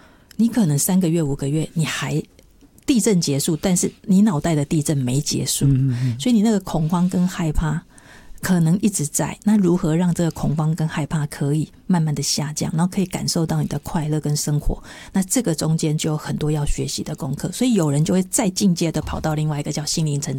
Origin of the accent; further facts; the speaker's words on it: Taiwan; 我们台湾人